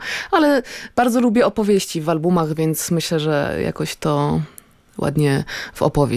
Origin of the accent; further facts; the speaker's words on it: Masovian Voivodeship, Poland; Ja się czuję, że jestem dziewczyną z Mazowsza.